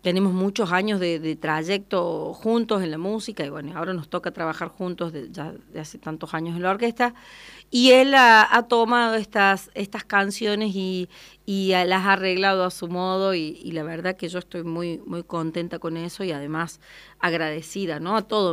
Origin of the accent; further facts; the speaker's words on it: Argentina; nos tocó vivir como sociedad y como pueblo argentino